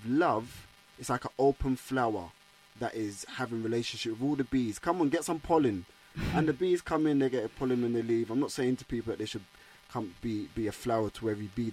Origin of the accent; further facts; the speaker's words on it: London, United Kingdom; growing up in Brixton, South London